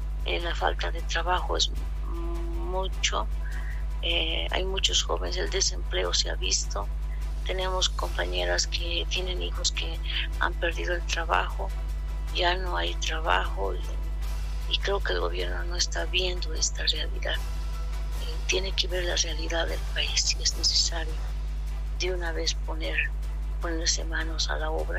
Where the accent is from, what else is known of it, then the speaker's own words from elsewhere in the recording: Bolivia; todos nosotros los bolivianos